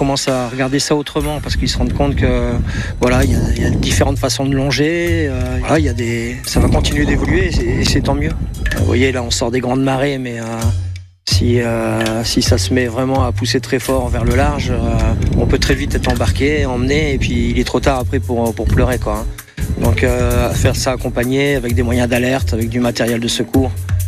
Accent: Dunkirk, Hauts-de-France, France; 58 ans, concepteur du longe-côte. Voilà, je suis natif de Dunkerque

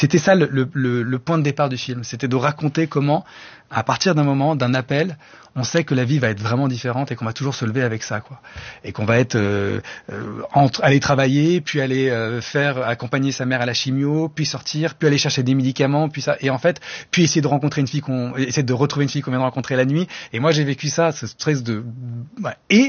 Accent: Lebanon; Moi, je suis grec du Liban et les rares fois où j'étais au Liban, je fais beaucoup plus en Grèce.

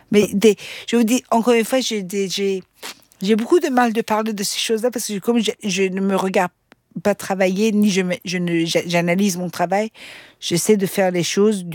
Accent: Austria; first language Persian; French is a second language; Je parlais le persan, mes parents ils m'ont mis dans une école francophone, après j'ai grandi en Autriche. Voilà, après, bon, l'anglais, il fallait quand même le parler

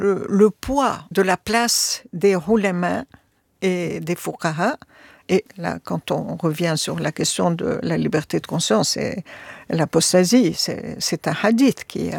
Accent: Tunisia; Chez nous, en Tunisie

